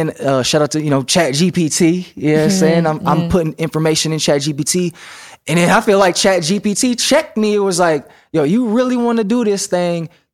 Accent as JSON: {"language": "English", "region": "Midwest", "country": "United States", "said": "I'm from the Midwest."}